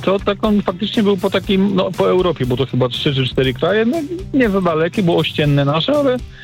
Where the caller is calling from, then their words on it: Płock, Masovian Voivodeship, Poland; Dzwonię do was z centralnej Polski, z Mazowsza Słonecznego aktualnie, a dokładnie z Płocka.